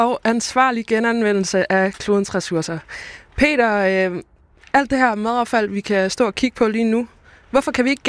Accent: Bornholm, Capital Region of Denmark, Denmark; vi bornholmere

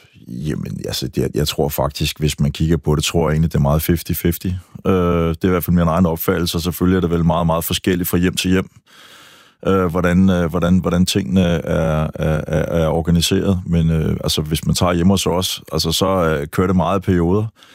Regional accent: Bagsværd, Capital Region of Denmark, Denmark; also born or lived in Holte / Nørrebro / Florida; now in Øresund coast, Denmark; jeg er vokset op ved Bagsvær Sø, og kigget på søen siden jeg var lille, så flyttede jeg til Holte og ned til en sø, altså da jeg selv sådan flyttede hjemmefra, jeg var lige forbi Nørrebro 10 år, altså så var ikke meget sø

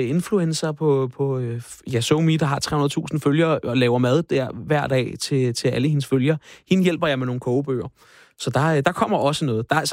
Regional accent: Frederiksværk, Capital Region of Denmark, Denmark; Blokhus, Frederiksværk, min gamle, hvor jeg er opvokset.

